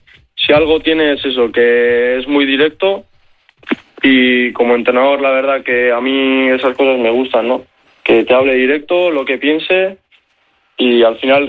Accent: Basque Country, Spain; Todos los que somos vascos sabemos la importancia que tiene el Arenas en lo que es el País Vasco.

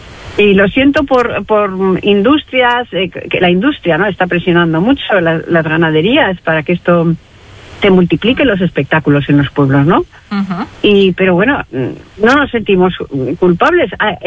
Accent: Algorta, Basque Country, Spain; Mucha pena porque es mi pueblo, yo me he criado ahí en el Puerto Viejo, en la playa y tal.

